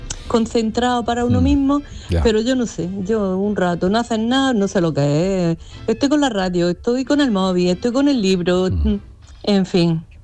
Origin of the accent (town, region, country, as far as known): Granada, Andalusia, Spain